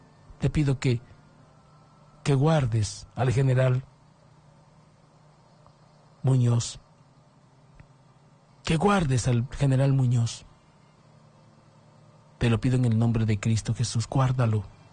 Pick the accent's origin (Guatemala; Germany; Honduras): Honduras; Te lo digo como hondureño